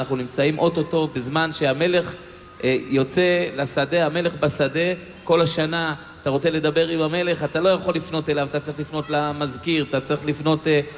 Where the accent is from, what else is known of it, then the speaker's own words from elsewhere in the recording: Netanya, Central District, Israel; אני מרוקאי, מצרי, תימני ופולני, אבל כשאתה גודל בנתניה, כשאתה גדל בנתניה, אתה טרבלסי על מלא.